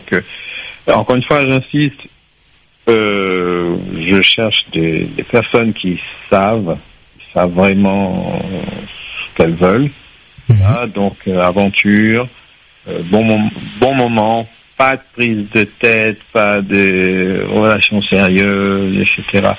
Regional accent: Saint-Denis, France; Je suis de Saint-Denis, moi.

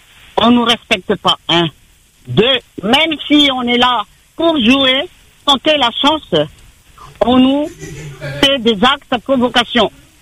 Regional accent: France; J'ai ma carte d'identité française, moi. Je suis française, rentrée à La Réunion.

